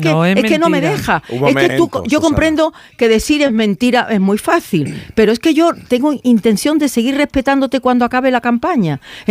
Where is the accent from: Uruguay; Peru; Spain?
Spain; Andalusia; Hombre, a mí lo que no me gustaría como andaluza es que los de Vox, que aquí en Andalucía pues tienen algunos problemas, es que no hiciera falta.